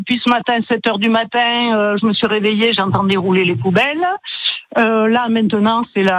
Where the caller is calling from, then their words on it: Montélimar, Auvergne-Rhône-Alpes, France; Oui, je suis à Montélimar, je suis près du lycée technique des Catalans.